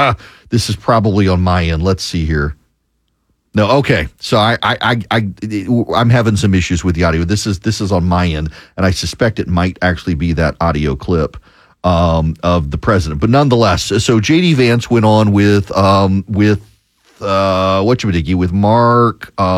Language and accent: English; Dubai, United Arab Emirates; moved away; I grew up in Dubai.